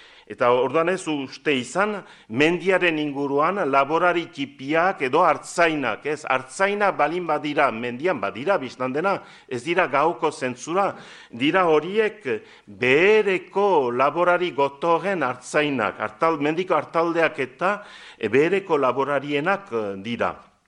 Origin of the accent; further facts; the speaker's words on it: Estérençuby, Nouvelle-Aquitaine, France; ni Estrentzubikoa naiz